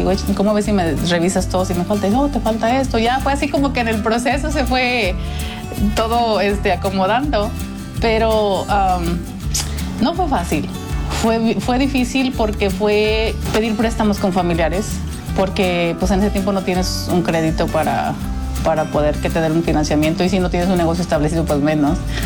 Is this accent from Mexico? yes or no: yes; Valparaíso, Zacatecas, Mexico; moved away as an adult; also born or lived in Phoenix, Arizona; now in Oakland, United States; Yo soy originaria de Valparaíso, Zacatecas. Yo tengo, va a ser 29 años que emigré a este país. Yo emigré a la ciudad de Phoenix, Arizona, en el 97, y ahí duré 17 años.